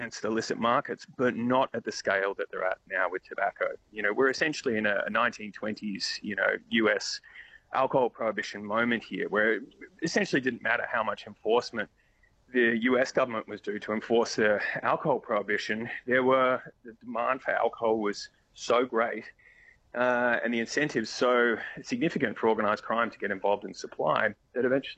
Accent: Victoria, Australia; So here in my home state of Victoria, it's maximum 15 years in prison if you're selling illicit tobacco

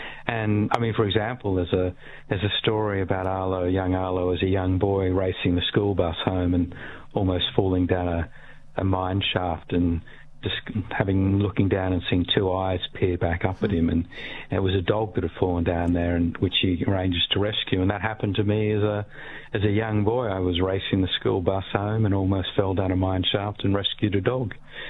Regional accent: Australia; Is why are you, as an Australian writer, have you never set a book in Australia?

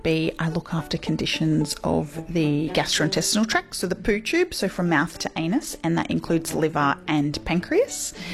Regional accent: Queensland, Australia; I grew up in North Queensland, and I really felt the effects of there being a paucity of doctors and specialists available.

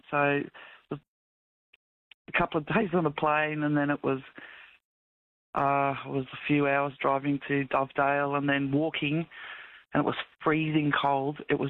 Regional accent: Yorkshire and the Humber, United Kingdom; So we're from Yorkshire, and that's where he's from, like Rotherham area, and my mum.

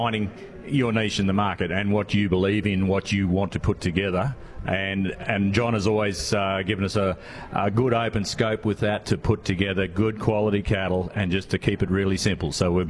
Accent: Queensland, Australia; I am a Queenslander.

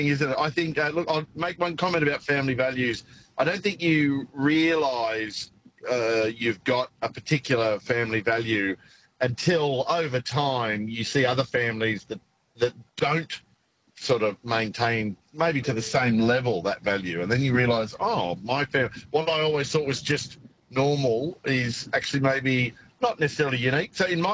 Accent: Brisbane, Queensland, Australia; born there; now in Sydney, Australia; I was born in Queensland and I'm... moved back to Sydney. My family's from Sydney. My sister and I were born in Brisbane.

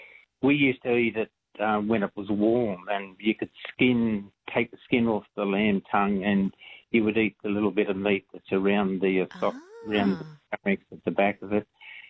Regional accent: Blayney, New South Wales, Australia; now in Huskisson, Australia; I grew up in Blaney in the meatworks and become a meat inspector, and I was in the meat industry for 20 years. But as a child, I'm 78, and as a child in Blaney

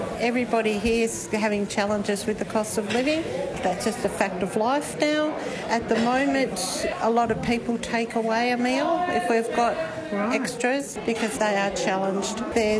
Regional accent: Melbourne, Victoria, Australia; now in Sale, Australia; I'm originally from Melbourne, and I've lived in Sale for 9 years.

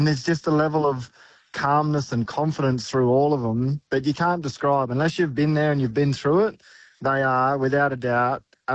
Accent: Katherine, Northern Territory, Australia; my hometown.

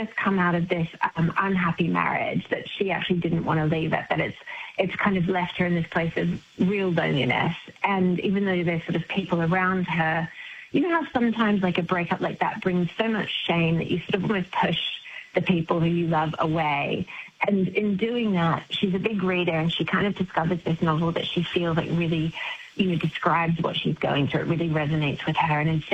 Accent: Palmerston North, Manawatū-Whanganui, New Zealand; also born or lived in Foxton; Oh, Palmerston North and Foxton, so down the road from you. We probably played on the same hockey pitch.

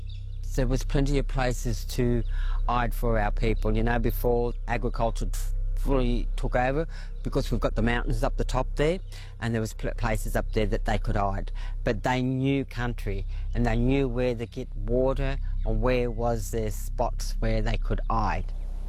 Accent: Moree, New South Wales, Australia; I'm from Moree. My people are originally from the area where I'm sitting today, and that's Terriaiai.

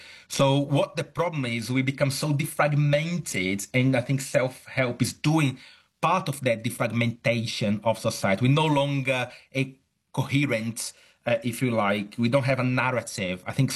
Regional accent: Brazil; now in United Kingdom; I'm originally from Brazil, though I'm academic at the University of Chichester in the UK. I see a lot of that also in Brazil.

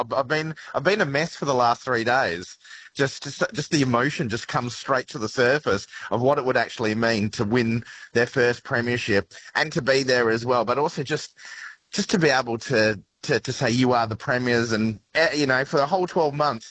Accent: Fremantle, Western Australia, Australia; Because I'm from 616, so I'm from Fremantle, and my parents' house is still there, and I dare say Fremantle is going to party like it's, 1983 when we won the America's Cup.

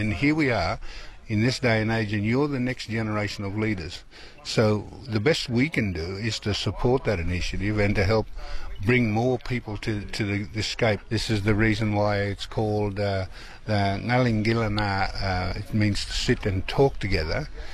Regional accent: Armidale, New South Wales, Australia; born there; I belong to the Dangati Goombangi people, mid-north coast New South Wales, and I was born in Armidale.

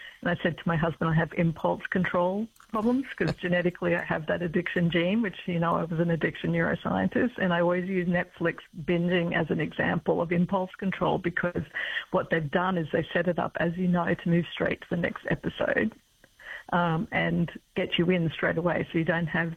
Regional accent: Nanango, Queensland, Australia; now in Brisbane, Australia; Yes, I was raised in Nanango, but I now live in Brisbane.

